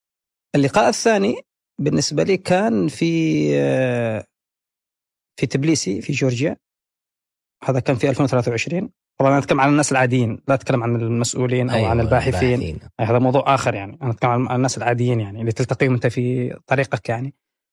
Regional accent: Yemen; لما قلت له من اليمن

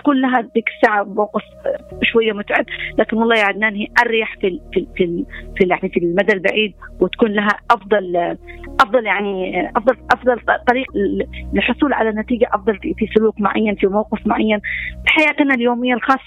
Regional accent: Yemen; فنحن كمجتمع يمني

